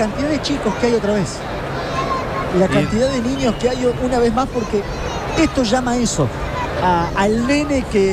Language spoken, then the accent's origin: Spanish; Córdoba, Argentina; somos muy Córdoba, pero también somos muy argentina